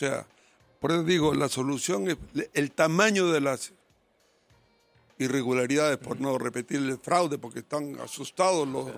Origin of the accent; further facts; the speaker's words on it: Peru; Yo tengo derecho como peruano a elegir y ser elegido.